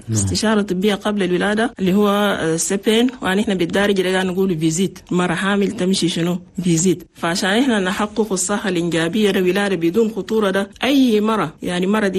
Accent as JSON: {"language": "Arabic", "country": "Chad", "said": "لأننا نحن عندنا في تشاد نسبة موت عن الأمهات"}